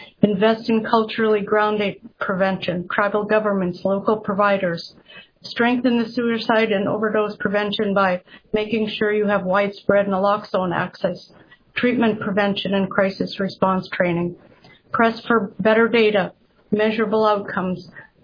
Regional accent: Sand Point, Alaska, United States; now in King Cove, United States; I'm from King Cove, born and raised in Sandpoint

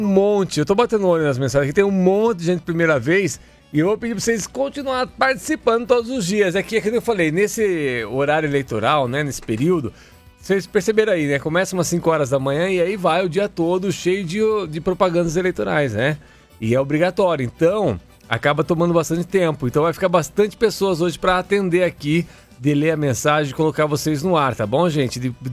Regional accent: Araras, São Paulo, Brazil; tô em Araras, no interior de São Paulo. Ele tá na minha terra natal, na minha cidade de Araras

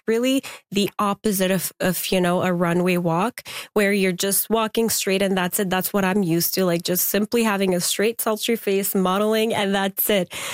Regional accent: Afghanistan; now in Canada; Well, I'm originally from Afghanistan.

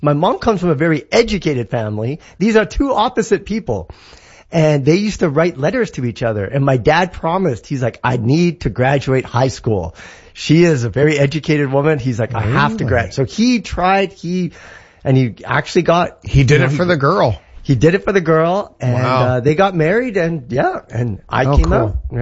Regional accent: Canada; I'm Canadian.

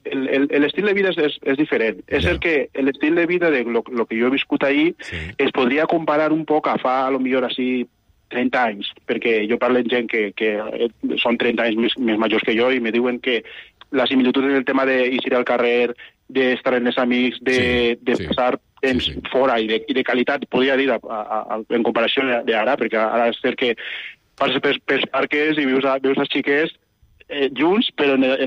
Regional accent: Equatorial Guinea; now in Ontinyent, Spain; jo vaig néixer, com has dit, en Guinea Equatorial. És un país que va ser, de fet, colònia espanyola.

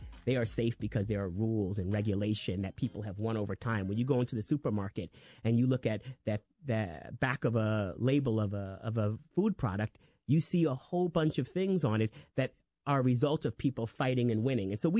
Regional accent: Riverhead, New York, United States; I grew up on Eastern Long Island, the last exit on Long Island Expressway, Riverhead, in my family got there through the Great Migration.

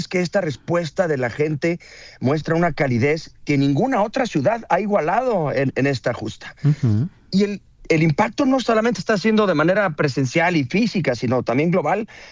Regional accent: Mexico; Somos todos mexicanos

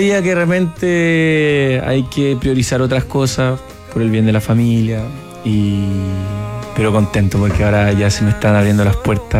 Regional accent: French Polynesia; now in Concón, Chile; cuando me crié en Tahití

